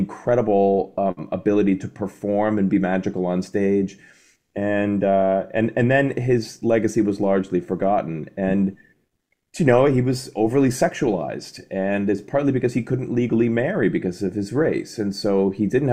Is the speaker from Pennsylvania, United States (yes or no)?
no; Boston, Massachusetts, United States; I'm from Boston.